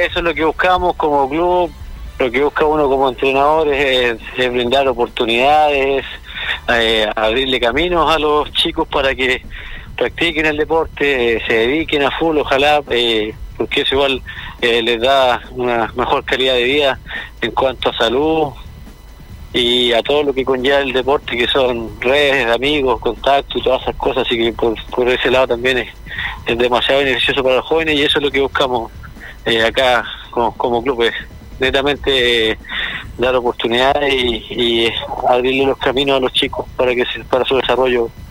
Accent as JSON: {"language": "Spanish", "town": "Chillán", "region": "Ñuble", "country": "Chile", "said": "Yo soy aquí de Chillán, ya terminé la enseñanza media el año pasado, salí del cuarto medio. Tengo 18 años"}